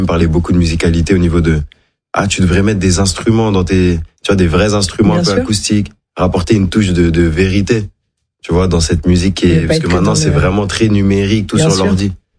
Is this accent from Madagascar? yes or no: yes; Madagascar; ils savent pas tous que je suis malgache.